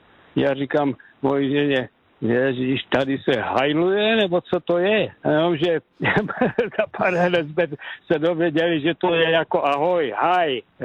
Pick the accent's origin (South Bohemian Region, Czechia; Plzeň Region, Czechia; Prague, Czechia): Prague, Czechia; now in Canada; Takže v roce 80. roku v srpnu jsme se vystěhovali z Prahy, jsme odletěli do Kanady, Lethbridge, blízko Calgara, 300 kilometrů od Calgar.